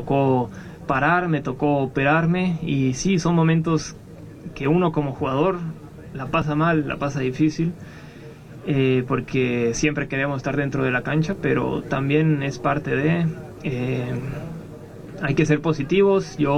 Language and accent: Spanish; Mexico; A ver, somos mexicanos, somos familia